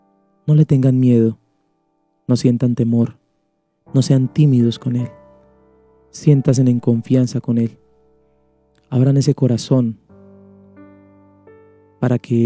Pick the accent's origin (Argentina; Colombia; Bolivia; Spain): Colombia; Puerto Boyacá, Boyacá; yo soy de Puerto Boyacá, Boyacá, una zona del Magdalena Medio aquí en Colombia, de bastante calor, hace bastante calorcito allí